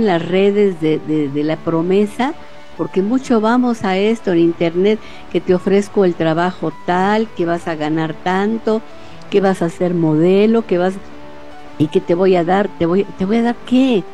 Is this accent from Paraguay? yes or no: no; Mexico